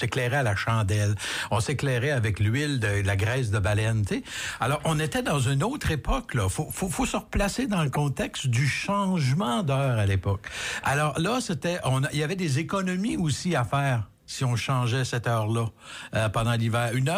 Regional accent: Canada; Chez nous, au Canada

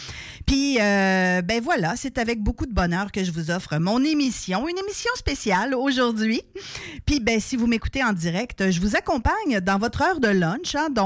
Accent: Quebec City, Quebec, Canada; Donc, si vous ne le saviez pas, ben, je suis originaire de Québec et mon premier micro ben, fut justement à CKIA

